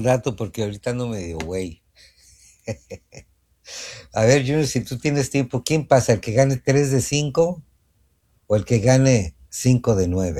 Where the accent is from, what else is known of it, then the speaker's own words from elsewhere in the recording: Mexico; Miren, yo soy mexicano